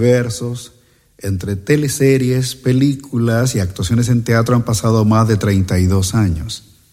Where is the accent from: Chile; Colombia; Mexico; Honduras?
Chile; Santiago, Santiago Metropolitan Region; soy nacido y mal criado en Santiago.